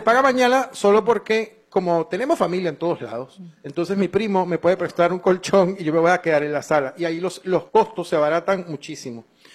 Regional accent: Venezuela

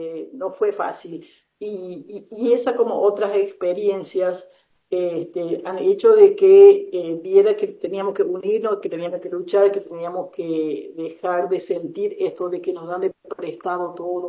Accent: Paraguay; now in Córdoba, Argentina; No soy la típica paraguaya callada

